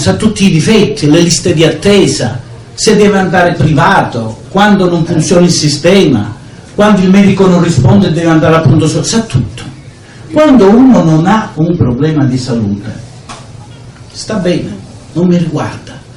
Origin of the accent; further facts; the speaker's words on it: Padua, Veneto, Italy; Io nonostante il mio accento, vengo da Padova, sono un medico